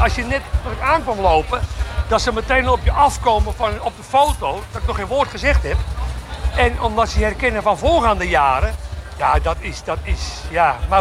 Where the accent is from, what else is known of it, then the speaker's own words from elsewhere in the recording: Castricum, North Holland, Netherlands; ik kom uit Castricum, Noord-Holland, Castricum aan Zee.